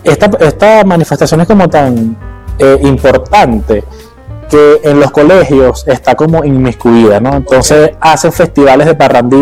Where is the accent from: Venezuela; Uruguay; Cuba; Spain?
Venezuela; Guatire, Miranda; also born or lived in Caracas; yo soy de Guatire, exactamente. Nací aquí en Caracas, pero a los días me bajaron para allá.